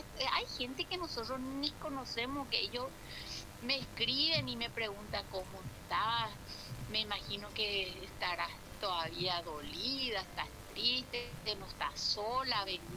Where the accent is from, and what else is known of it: Paraguay